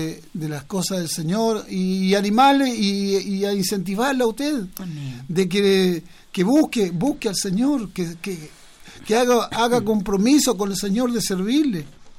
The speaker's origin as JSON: {"language": "Spanish", "country": "Chile"}